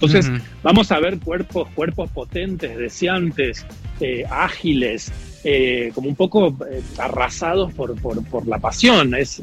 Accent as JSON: {"language": "Spanish", "region": "Córdoba", "country": "Argentina", "tie": "born or raised there", "said": "Yo vengo de un pueblo del interior, un pueblo rural, del interior de la provincia de Córdoba"}